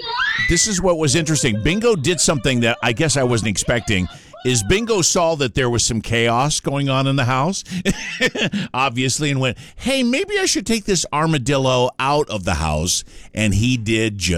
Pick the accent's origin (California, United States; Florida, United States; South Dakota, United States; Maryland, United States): South Dakota, United States; Rapid City; moved away; my hometown out in Rapid City, South Dakota, you know, in Ellsworth Air Force Base